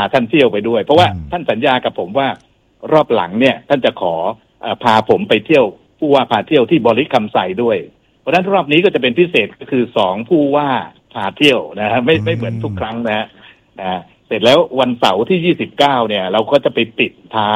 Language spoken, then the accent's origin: Thai; Chanthaburi, Thailand; ซึ่งผมมาจากจันทบุรีนะครับชื่อเสียงของจันทบุรีเนี่ยผมเป็นคนเมืองจัน